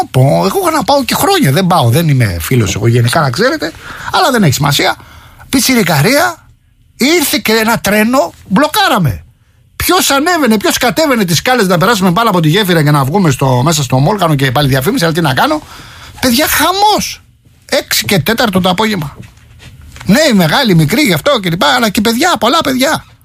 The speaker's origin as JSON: {"language": "Greek", "town": "Rafina", "region": "Attica", "country": "Greece", "said": "Εδώ στο Λεκανοπέδιο 14 ο Βενιζέλος, 19 στη Ραφίνα την πατρίδα μου."}